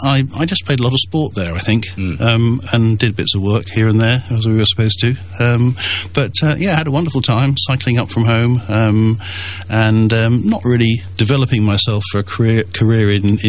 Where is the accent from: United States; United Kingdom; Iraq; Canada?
United Kingdom; Cheltenham, South West England; Well, I don't remember, but a long time ago, in 1953, I was born in Cheltenham. I'm told I was born in the Imperial Nursing Home on Montpellier Parade, but it's a house now rather than a nursing home. Anyway, I was born in Cheltenham, and we lived round about Hatherley Park.